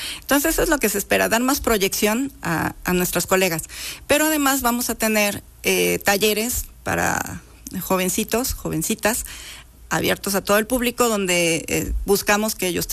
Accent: Veracruz, Mexico; yo soy de una ciudad pequeña del centro de Veracruz

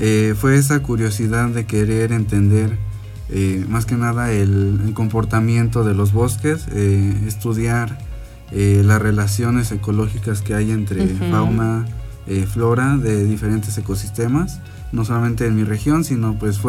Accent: Zaragoza, Puebla, Mexico; Yo provengo del municipio de Zaragoza, es aquí un municipio vecino de Zacapuaxtla. Realmente mi municipio, pues, no cuenta con extensas áreas forestales.

